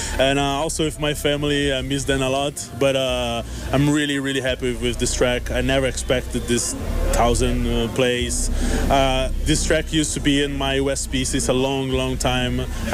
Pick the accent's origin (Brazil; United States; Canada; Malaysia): Brazil; because I'm from Brazil.